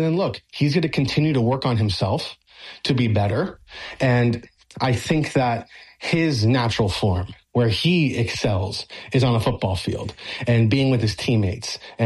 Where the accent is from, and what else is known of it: Miami, Florida, United States; born or raised there